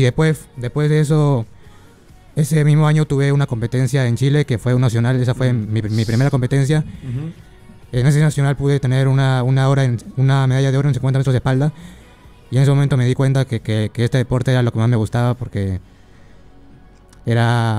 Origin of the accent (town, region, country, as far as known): Callao, Peru